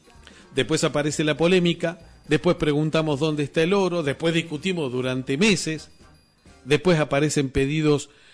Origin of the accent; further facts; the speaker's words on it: Argentina; estamos en la Argentina